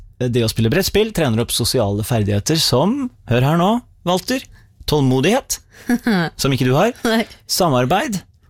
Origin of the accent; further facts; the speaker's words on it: Halden, Østfold, Norway; Men jeg husker en gang så arrangerte vi Monopol-mesterskap hjemme i Halden.